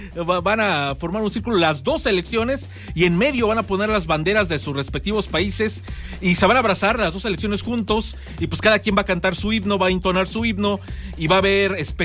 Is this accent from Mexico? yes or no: yes; Mexico